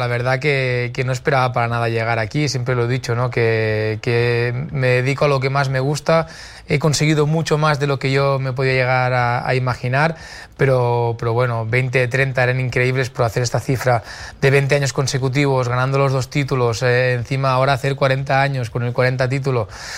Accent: Piera, Catalonia, Spain; lo que hicimos junto a Repsol en Piera, en mi pueblo

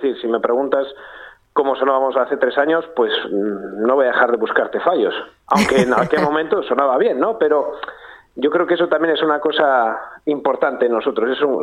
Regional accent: Cantabria, Spain; no somos los únicos cántabros en la programación

